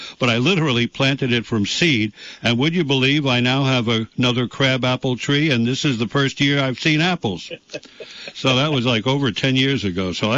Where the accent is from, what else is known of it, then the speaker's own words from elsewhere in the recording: New York City, New York, United States; growing up in the Bronx, all I knew was doo-wop and the pool halls